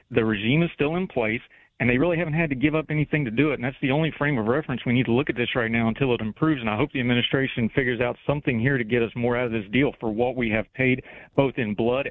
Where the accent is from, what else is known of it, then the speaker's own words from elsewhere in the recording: Summersville, West Virginia, United States; In my hometown of Somersville